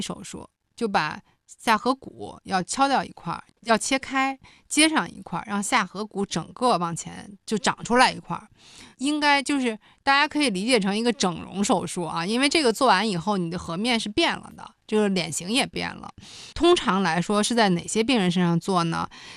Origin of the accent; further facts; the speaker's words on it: China; 我们中国人